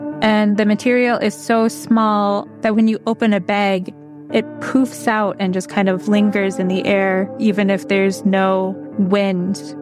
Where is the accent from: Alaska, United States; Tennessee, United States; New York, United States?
Alaska, United States; I'm from St. Lawrence Island.